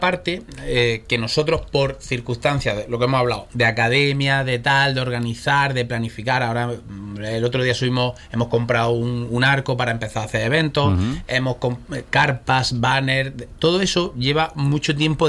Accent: Andalusia, Spain; Somos andaluces

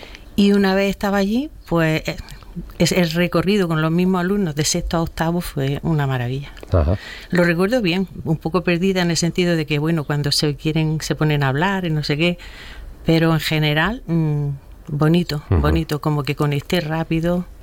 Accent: Guadix, Andalusia, Spain; yo soy de Granada, soy de la zona de Guadí, sí. Estudié en Guadí, uh-huh. Hice el BUP allí

